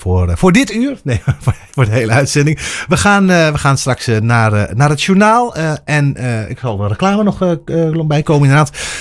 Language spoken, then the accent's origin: Dutch; Amsterdam, North Holland, Netherlands; born there; Kijk, ik ben in Amsterdam geboren, maar ik ben meer Utrechter dan Amsterdammer.